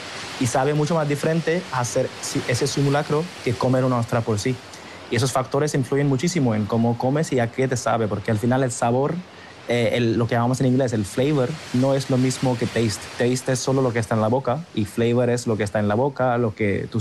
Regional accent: India; Pero yo, no sé, por mis gustos, que al final yo soy de la India

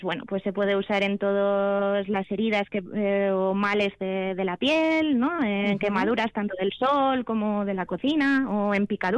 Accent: Vitoria-Gasteiz, Basque Country, Spain; now in Araia, Spain; Yo soy de Gasteiz, pero bueno, llevo ya años viviendo en Araya

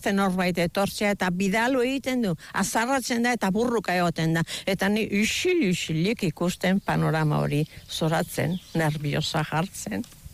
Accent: Bermeo, Basque Country, Spain; also born or lived in Trintxerpe; Ez, ni berniotarra naiz, nire sustrai guztia Bermeon daude.

